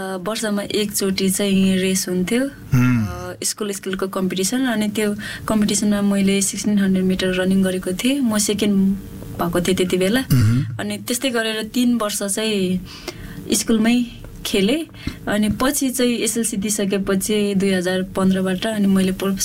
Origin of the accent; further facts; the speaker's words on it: Pere, Jumla, Karnali Province, Nepal; मेरो घर कर्णाली प्रदेश जुम्ला पातारासी पेरे.